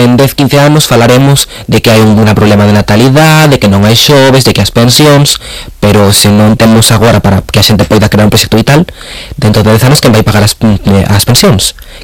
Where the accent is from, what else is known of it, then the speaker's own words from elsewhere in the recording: A Coruña, Galicia, Spain; eu son coruñés, e, por exemplo, meus pais, a primeira vez que se mudaron, foi un piso de protección oficial